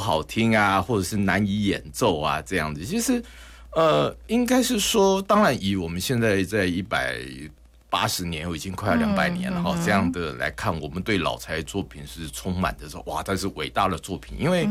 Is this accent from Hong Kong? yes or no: no; Taiwan